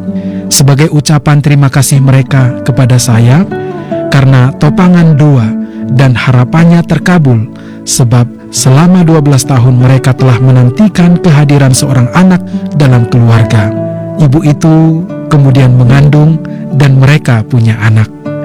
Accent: Singkut, Jambi, Indonesia; born there; moved away as an adult; now in Bandung, Indonesia; pimpinan jemaat di gereja HKBP Singkut 7, sebuah daerah transmigrasi di Kabupaten Sarolangun, Jambi, tanah kelahiran saya dan kampung orang tua saya.

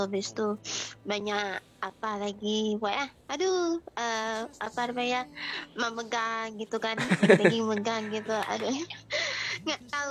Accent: Aceh, Indonesia; Tanya sebagai orang Aceh, nyo harus bicara bahasa Aceh.

